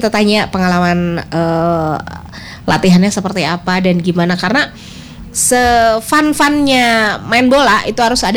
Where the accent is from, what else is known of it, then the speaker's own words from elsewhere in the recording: Pangalengan, West Java, Indonesia; Saya juga dari Pangalengan dikit sedikit kan.